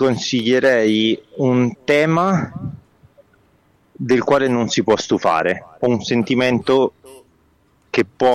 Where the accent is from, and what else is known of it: Trieste, Friuli-Venezia Giulia, Italy; born there; also born or lived in Milan; now in Rome, Italy